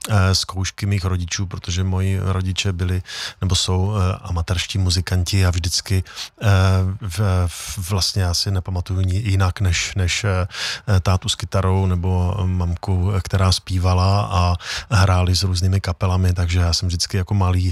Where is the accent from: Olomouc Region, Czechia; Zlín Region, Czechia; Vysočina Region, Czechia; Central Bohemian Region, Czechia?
Zlín Region, Czechia; Kroměříž; Je to moje rodné město, je to moje srdcová záležitost a já si nedovedu představit žádné jiné místo, kde by tato akademie mohla vzniknout